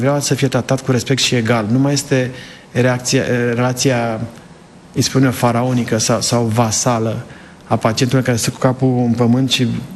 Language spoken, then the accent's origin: Romanian; Sibiu County, Romania; also born or lived in Copșa Mică; sunt de lângă Sibiu. Am stat lângă Copșa Mică și...